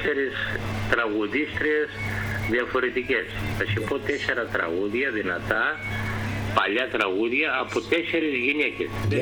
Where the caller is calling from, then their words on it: Epanomi, Central Macedonia, Greece; είμαι ο … από Υπανομή.